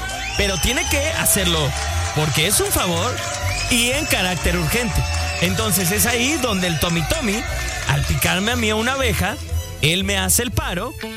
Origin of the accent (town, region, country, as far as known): Mexico